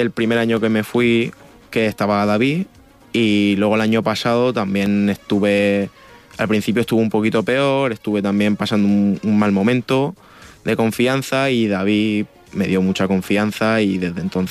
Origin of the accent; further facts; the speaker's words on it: Villena, Valencian Community, Spain; eso que siempre sentimos de pequeño, de mi pueblo